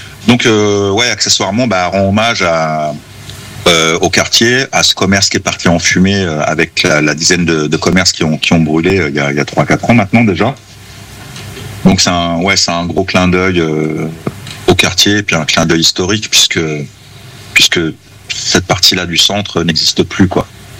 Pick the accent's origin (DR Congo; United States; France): France; Évreux, Normandy; Mais effectivement, j'ai grandi à la Madeleine et voilà, j'ai un attachement avec, avec ce quartier.